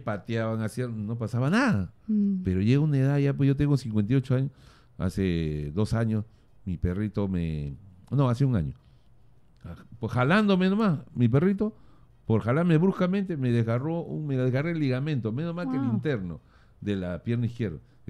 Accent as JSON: {"language": "Spanish", "town": "Pucallpa", "region": "Ucayali", "country": "Peru", "tie": "born or raised there", "said": "en mi niñez, allá en Pucallpa, creo que comíamos muy sano."}